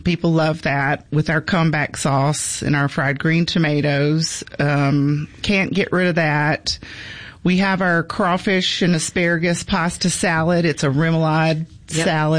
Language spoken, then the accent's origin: English; Jackson, Mississippi, United States; also born or lived in Oxford, Mississippi; And then came down to Jackson and was here until my freshman year at Ole Miss.